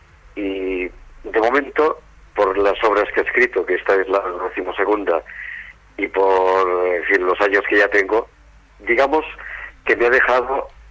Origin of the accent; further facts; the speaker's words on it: Soria, Castile and León, Spain; yo nací en Soria, me crié en Soria, estudié en Soria, empecé a trabajar en el Instituto del Borgo Biosma, después en el Instituto Castilla